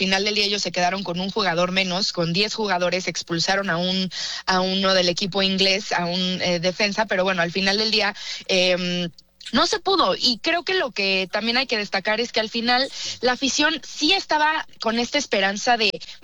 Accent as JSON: {"language": "Spanish", "country": "Mexico", "said": "eso te da mucho gusto como mexicano"}